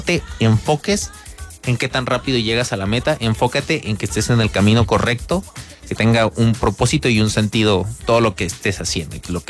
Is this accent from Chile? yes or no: no; Mexico; yo como mexicano